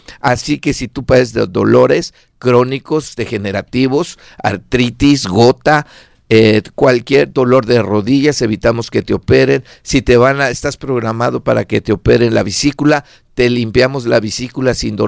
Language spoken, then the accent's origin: Spanish; Mexico; now in United States; Soy de origen mexicano, pero tengo ya 32 años en Estados Unidos.